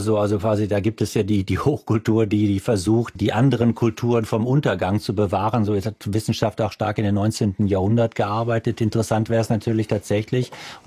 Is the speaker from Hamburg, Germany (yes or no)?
no; North Rhine-Westphalia, Germany; ich komme aus dem Dorf im Sauerland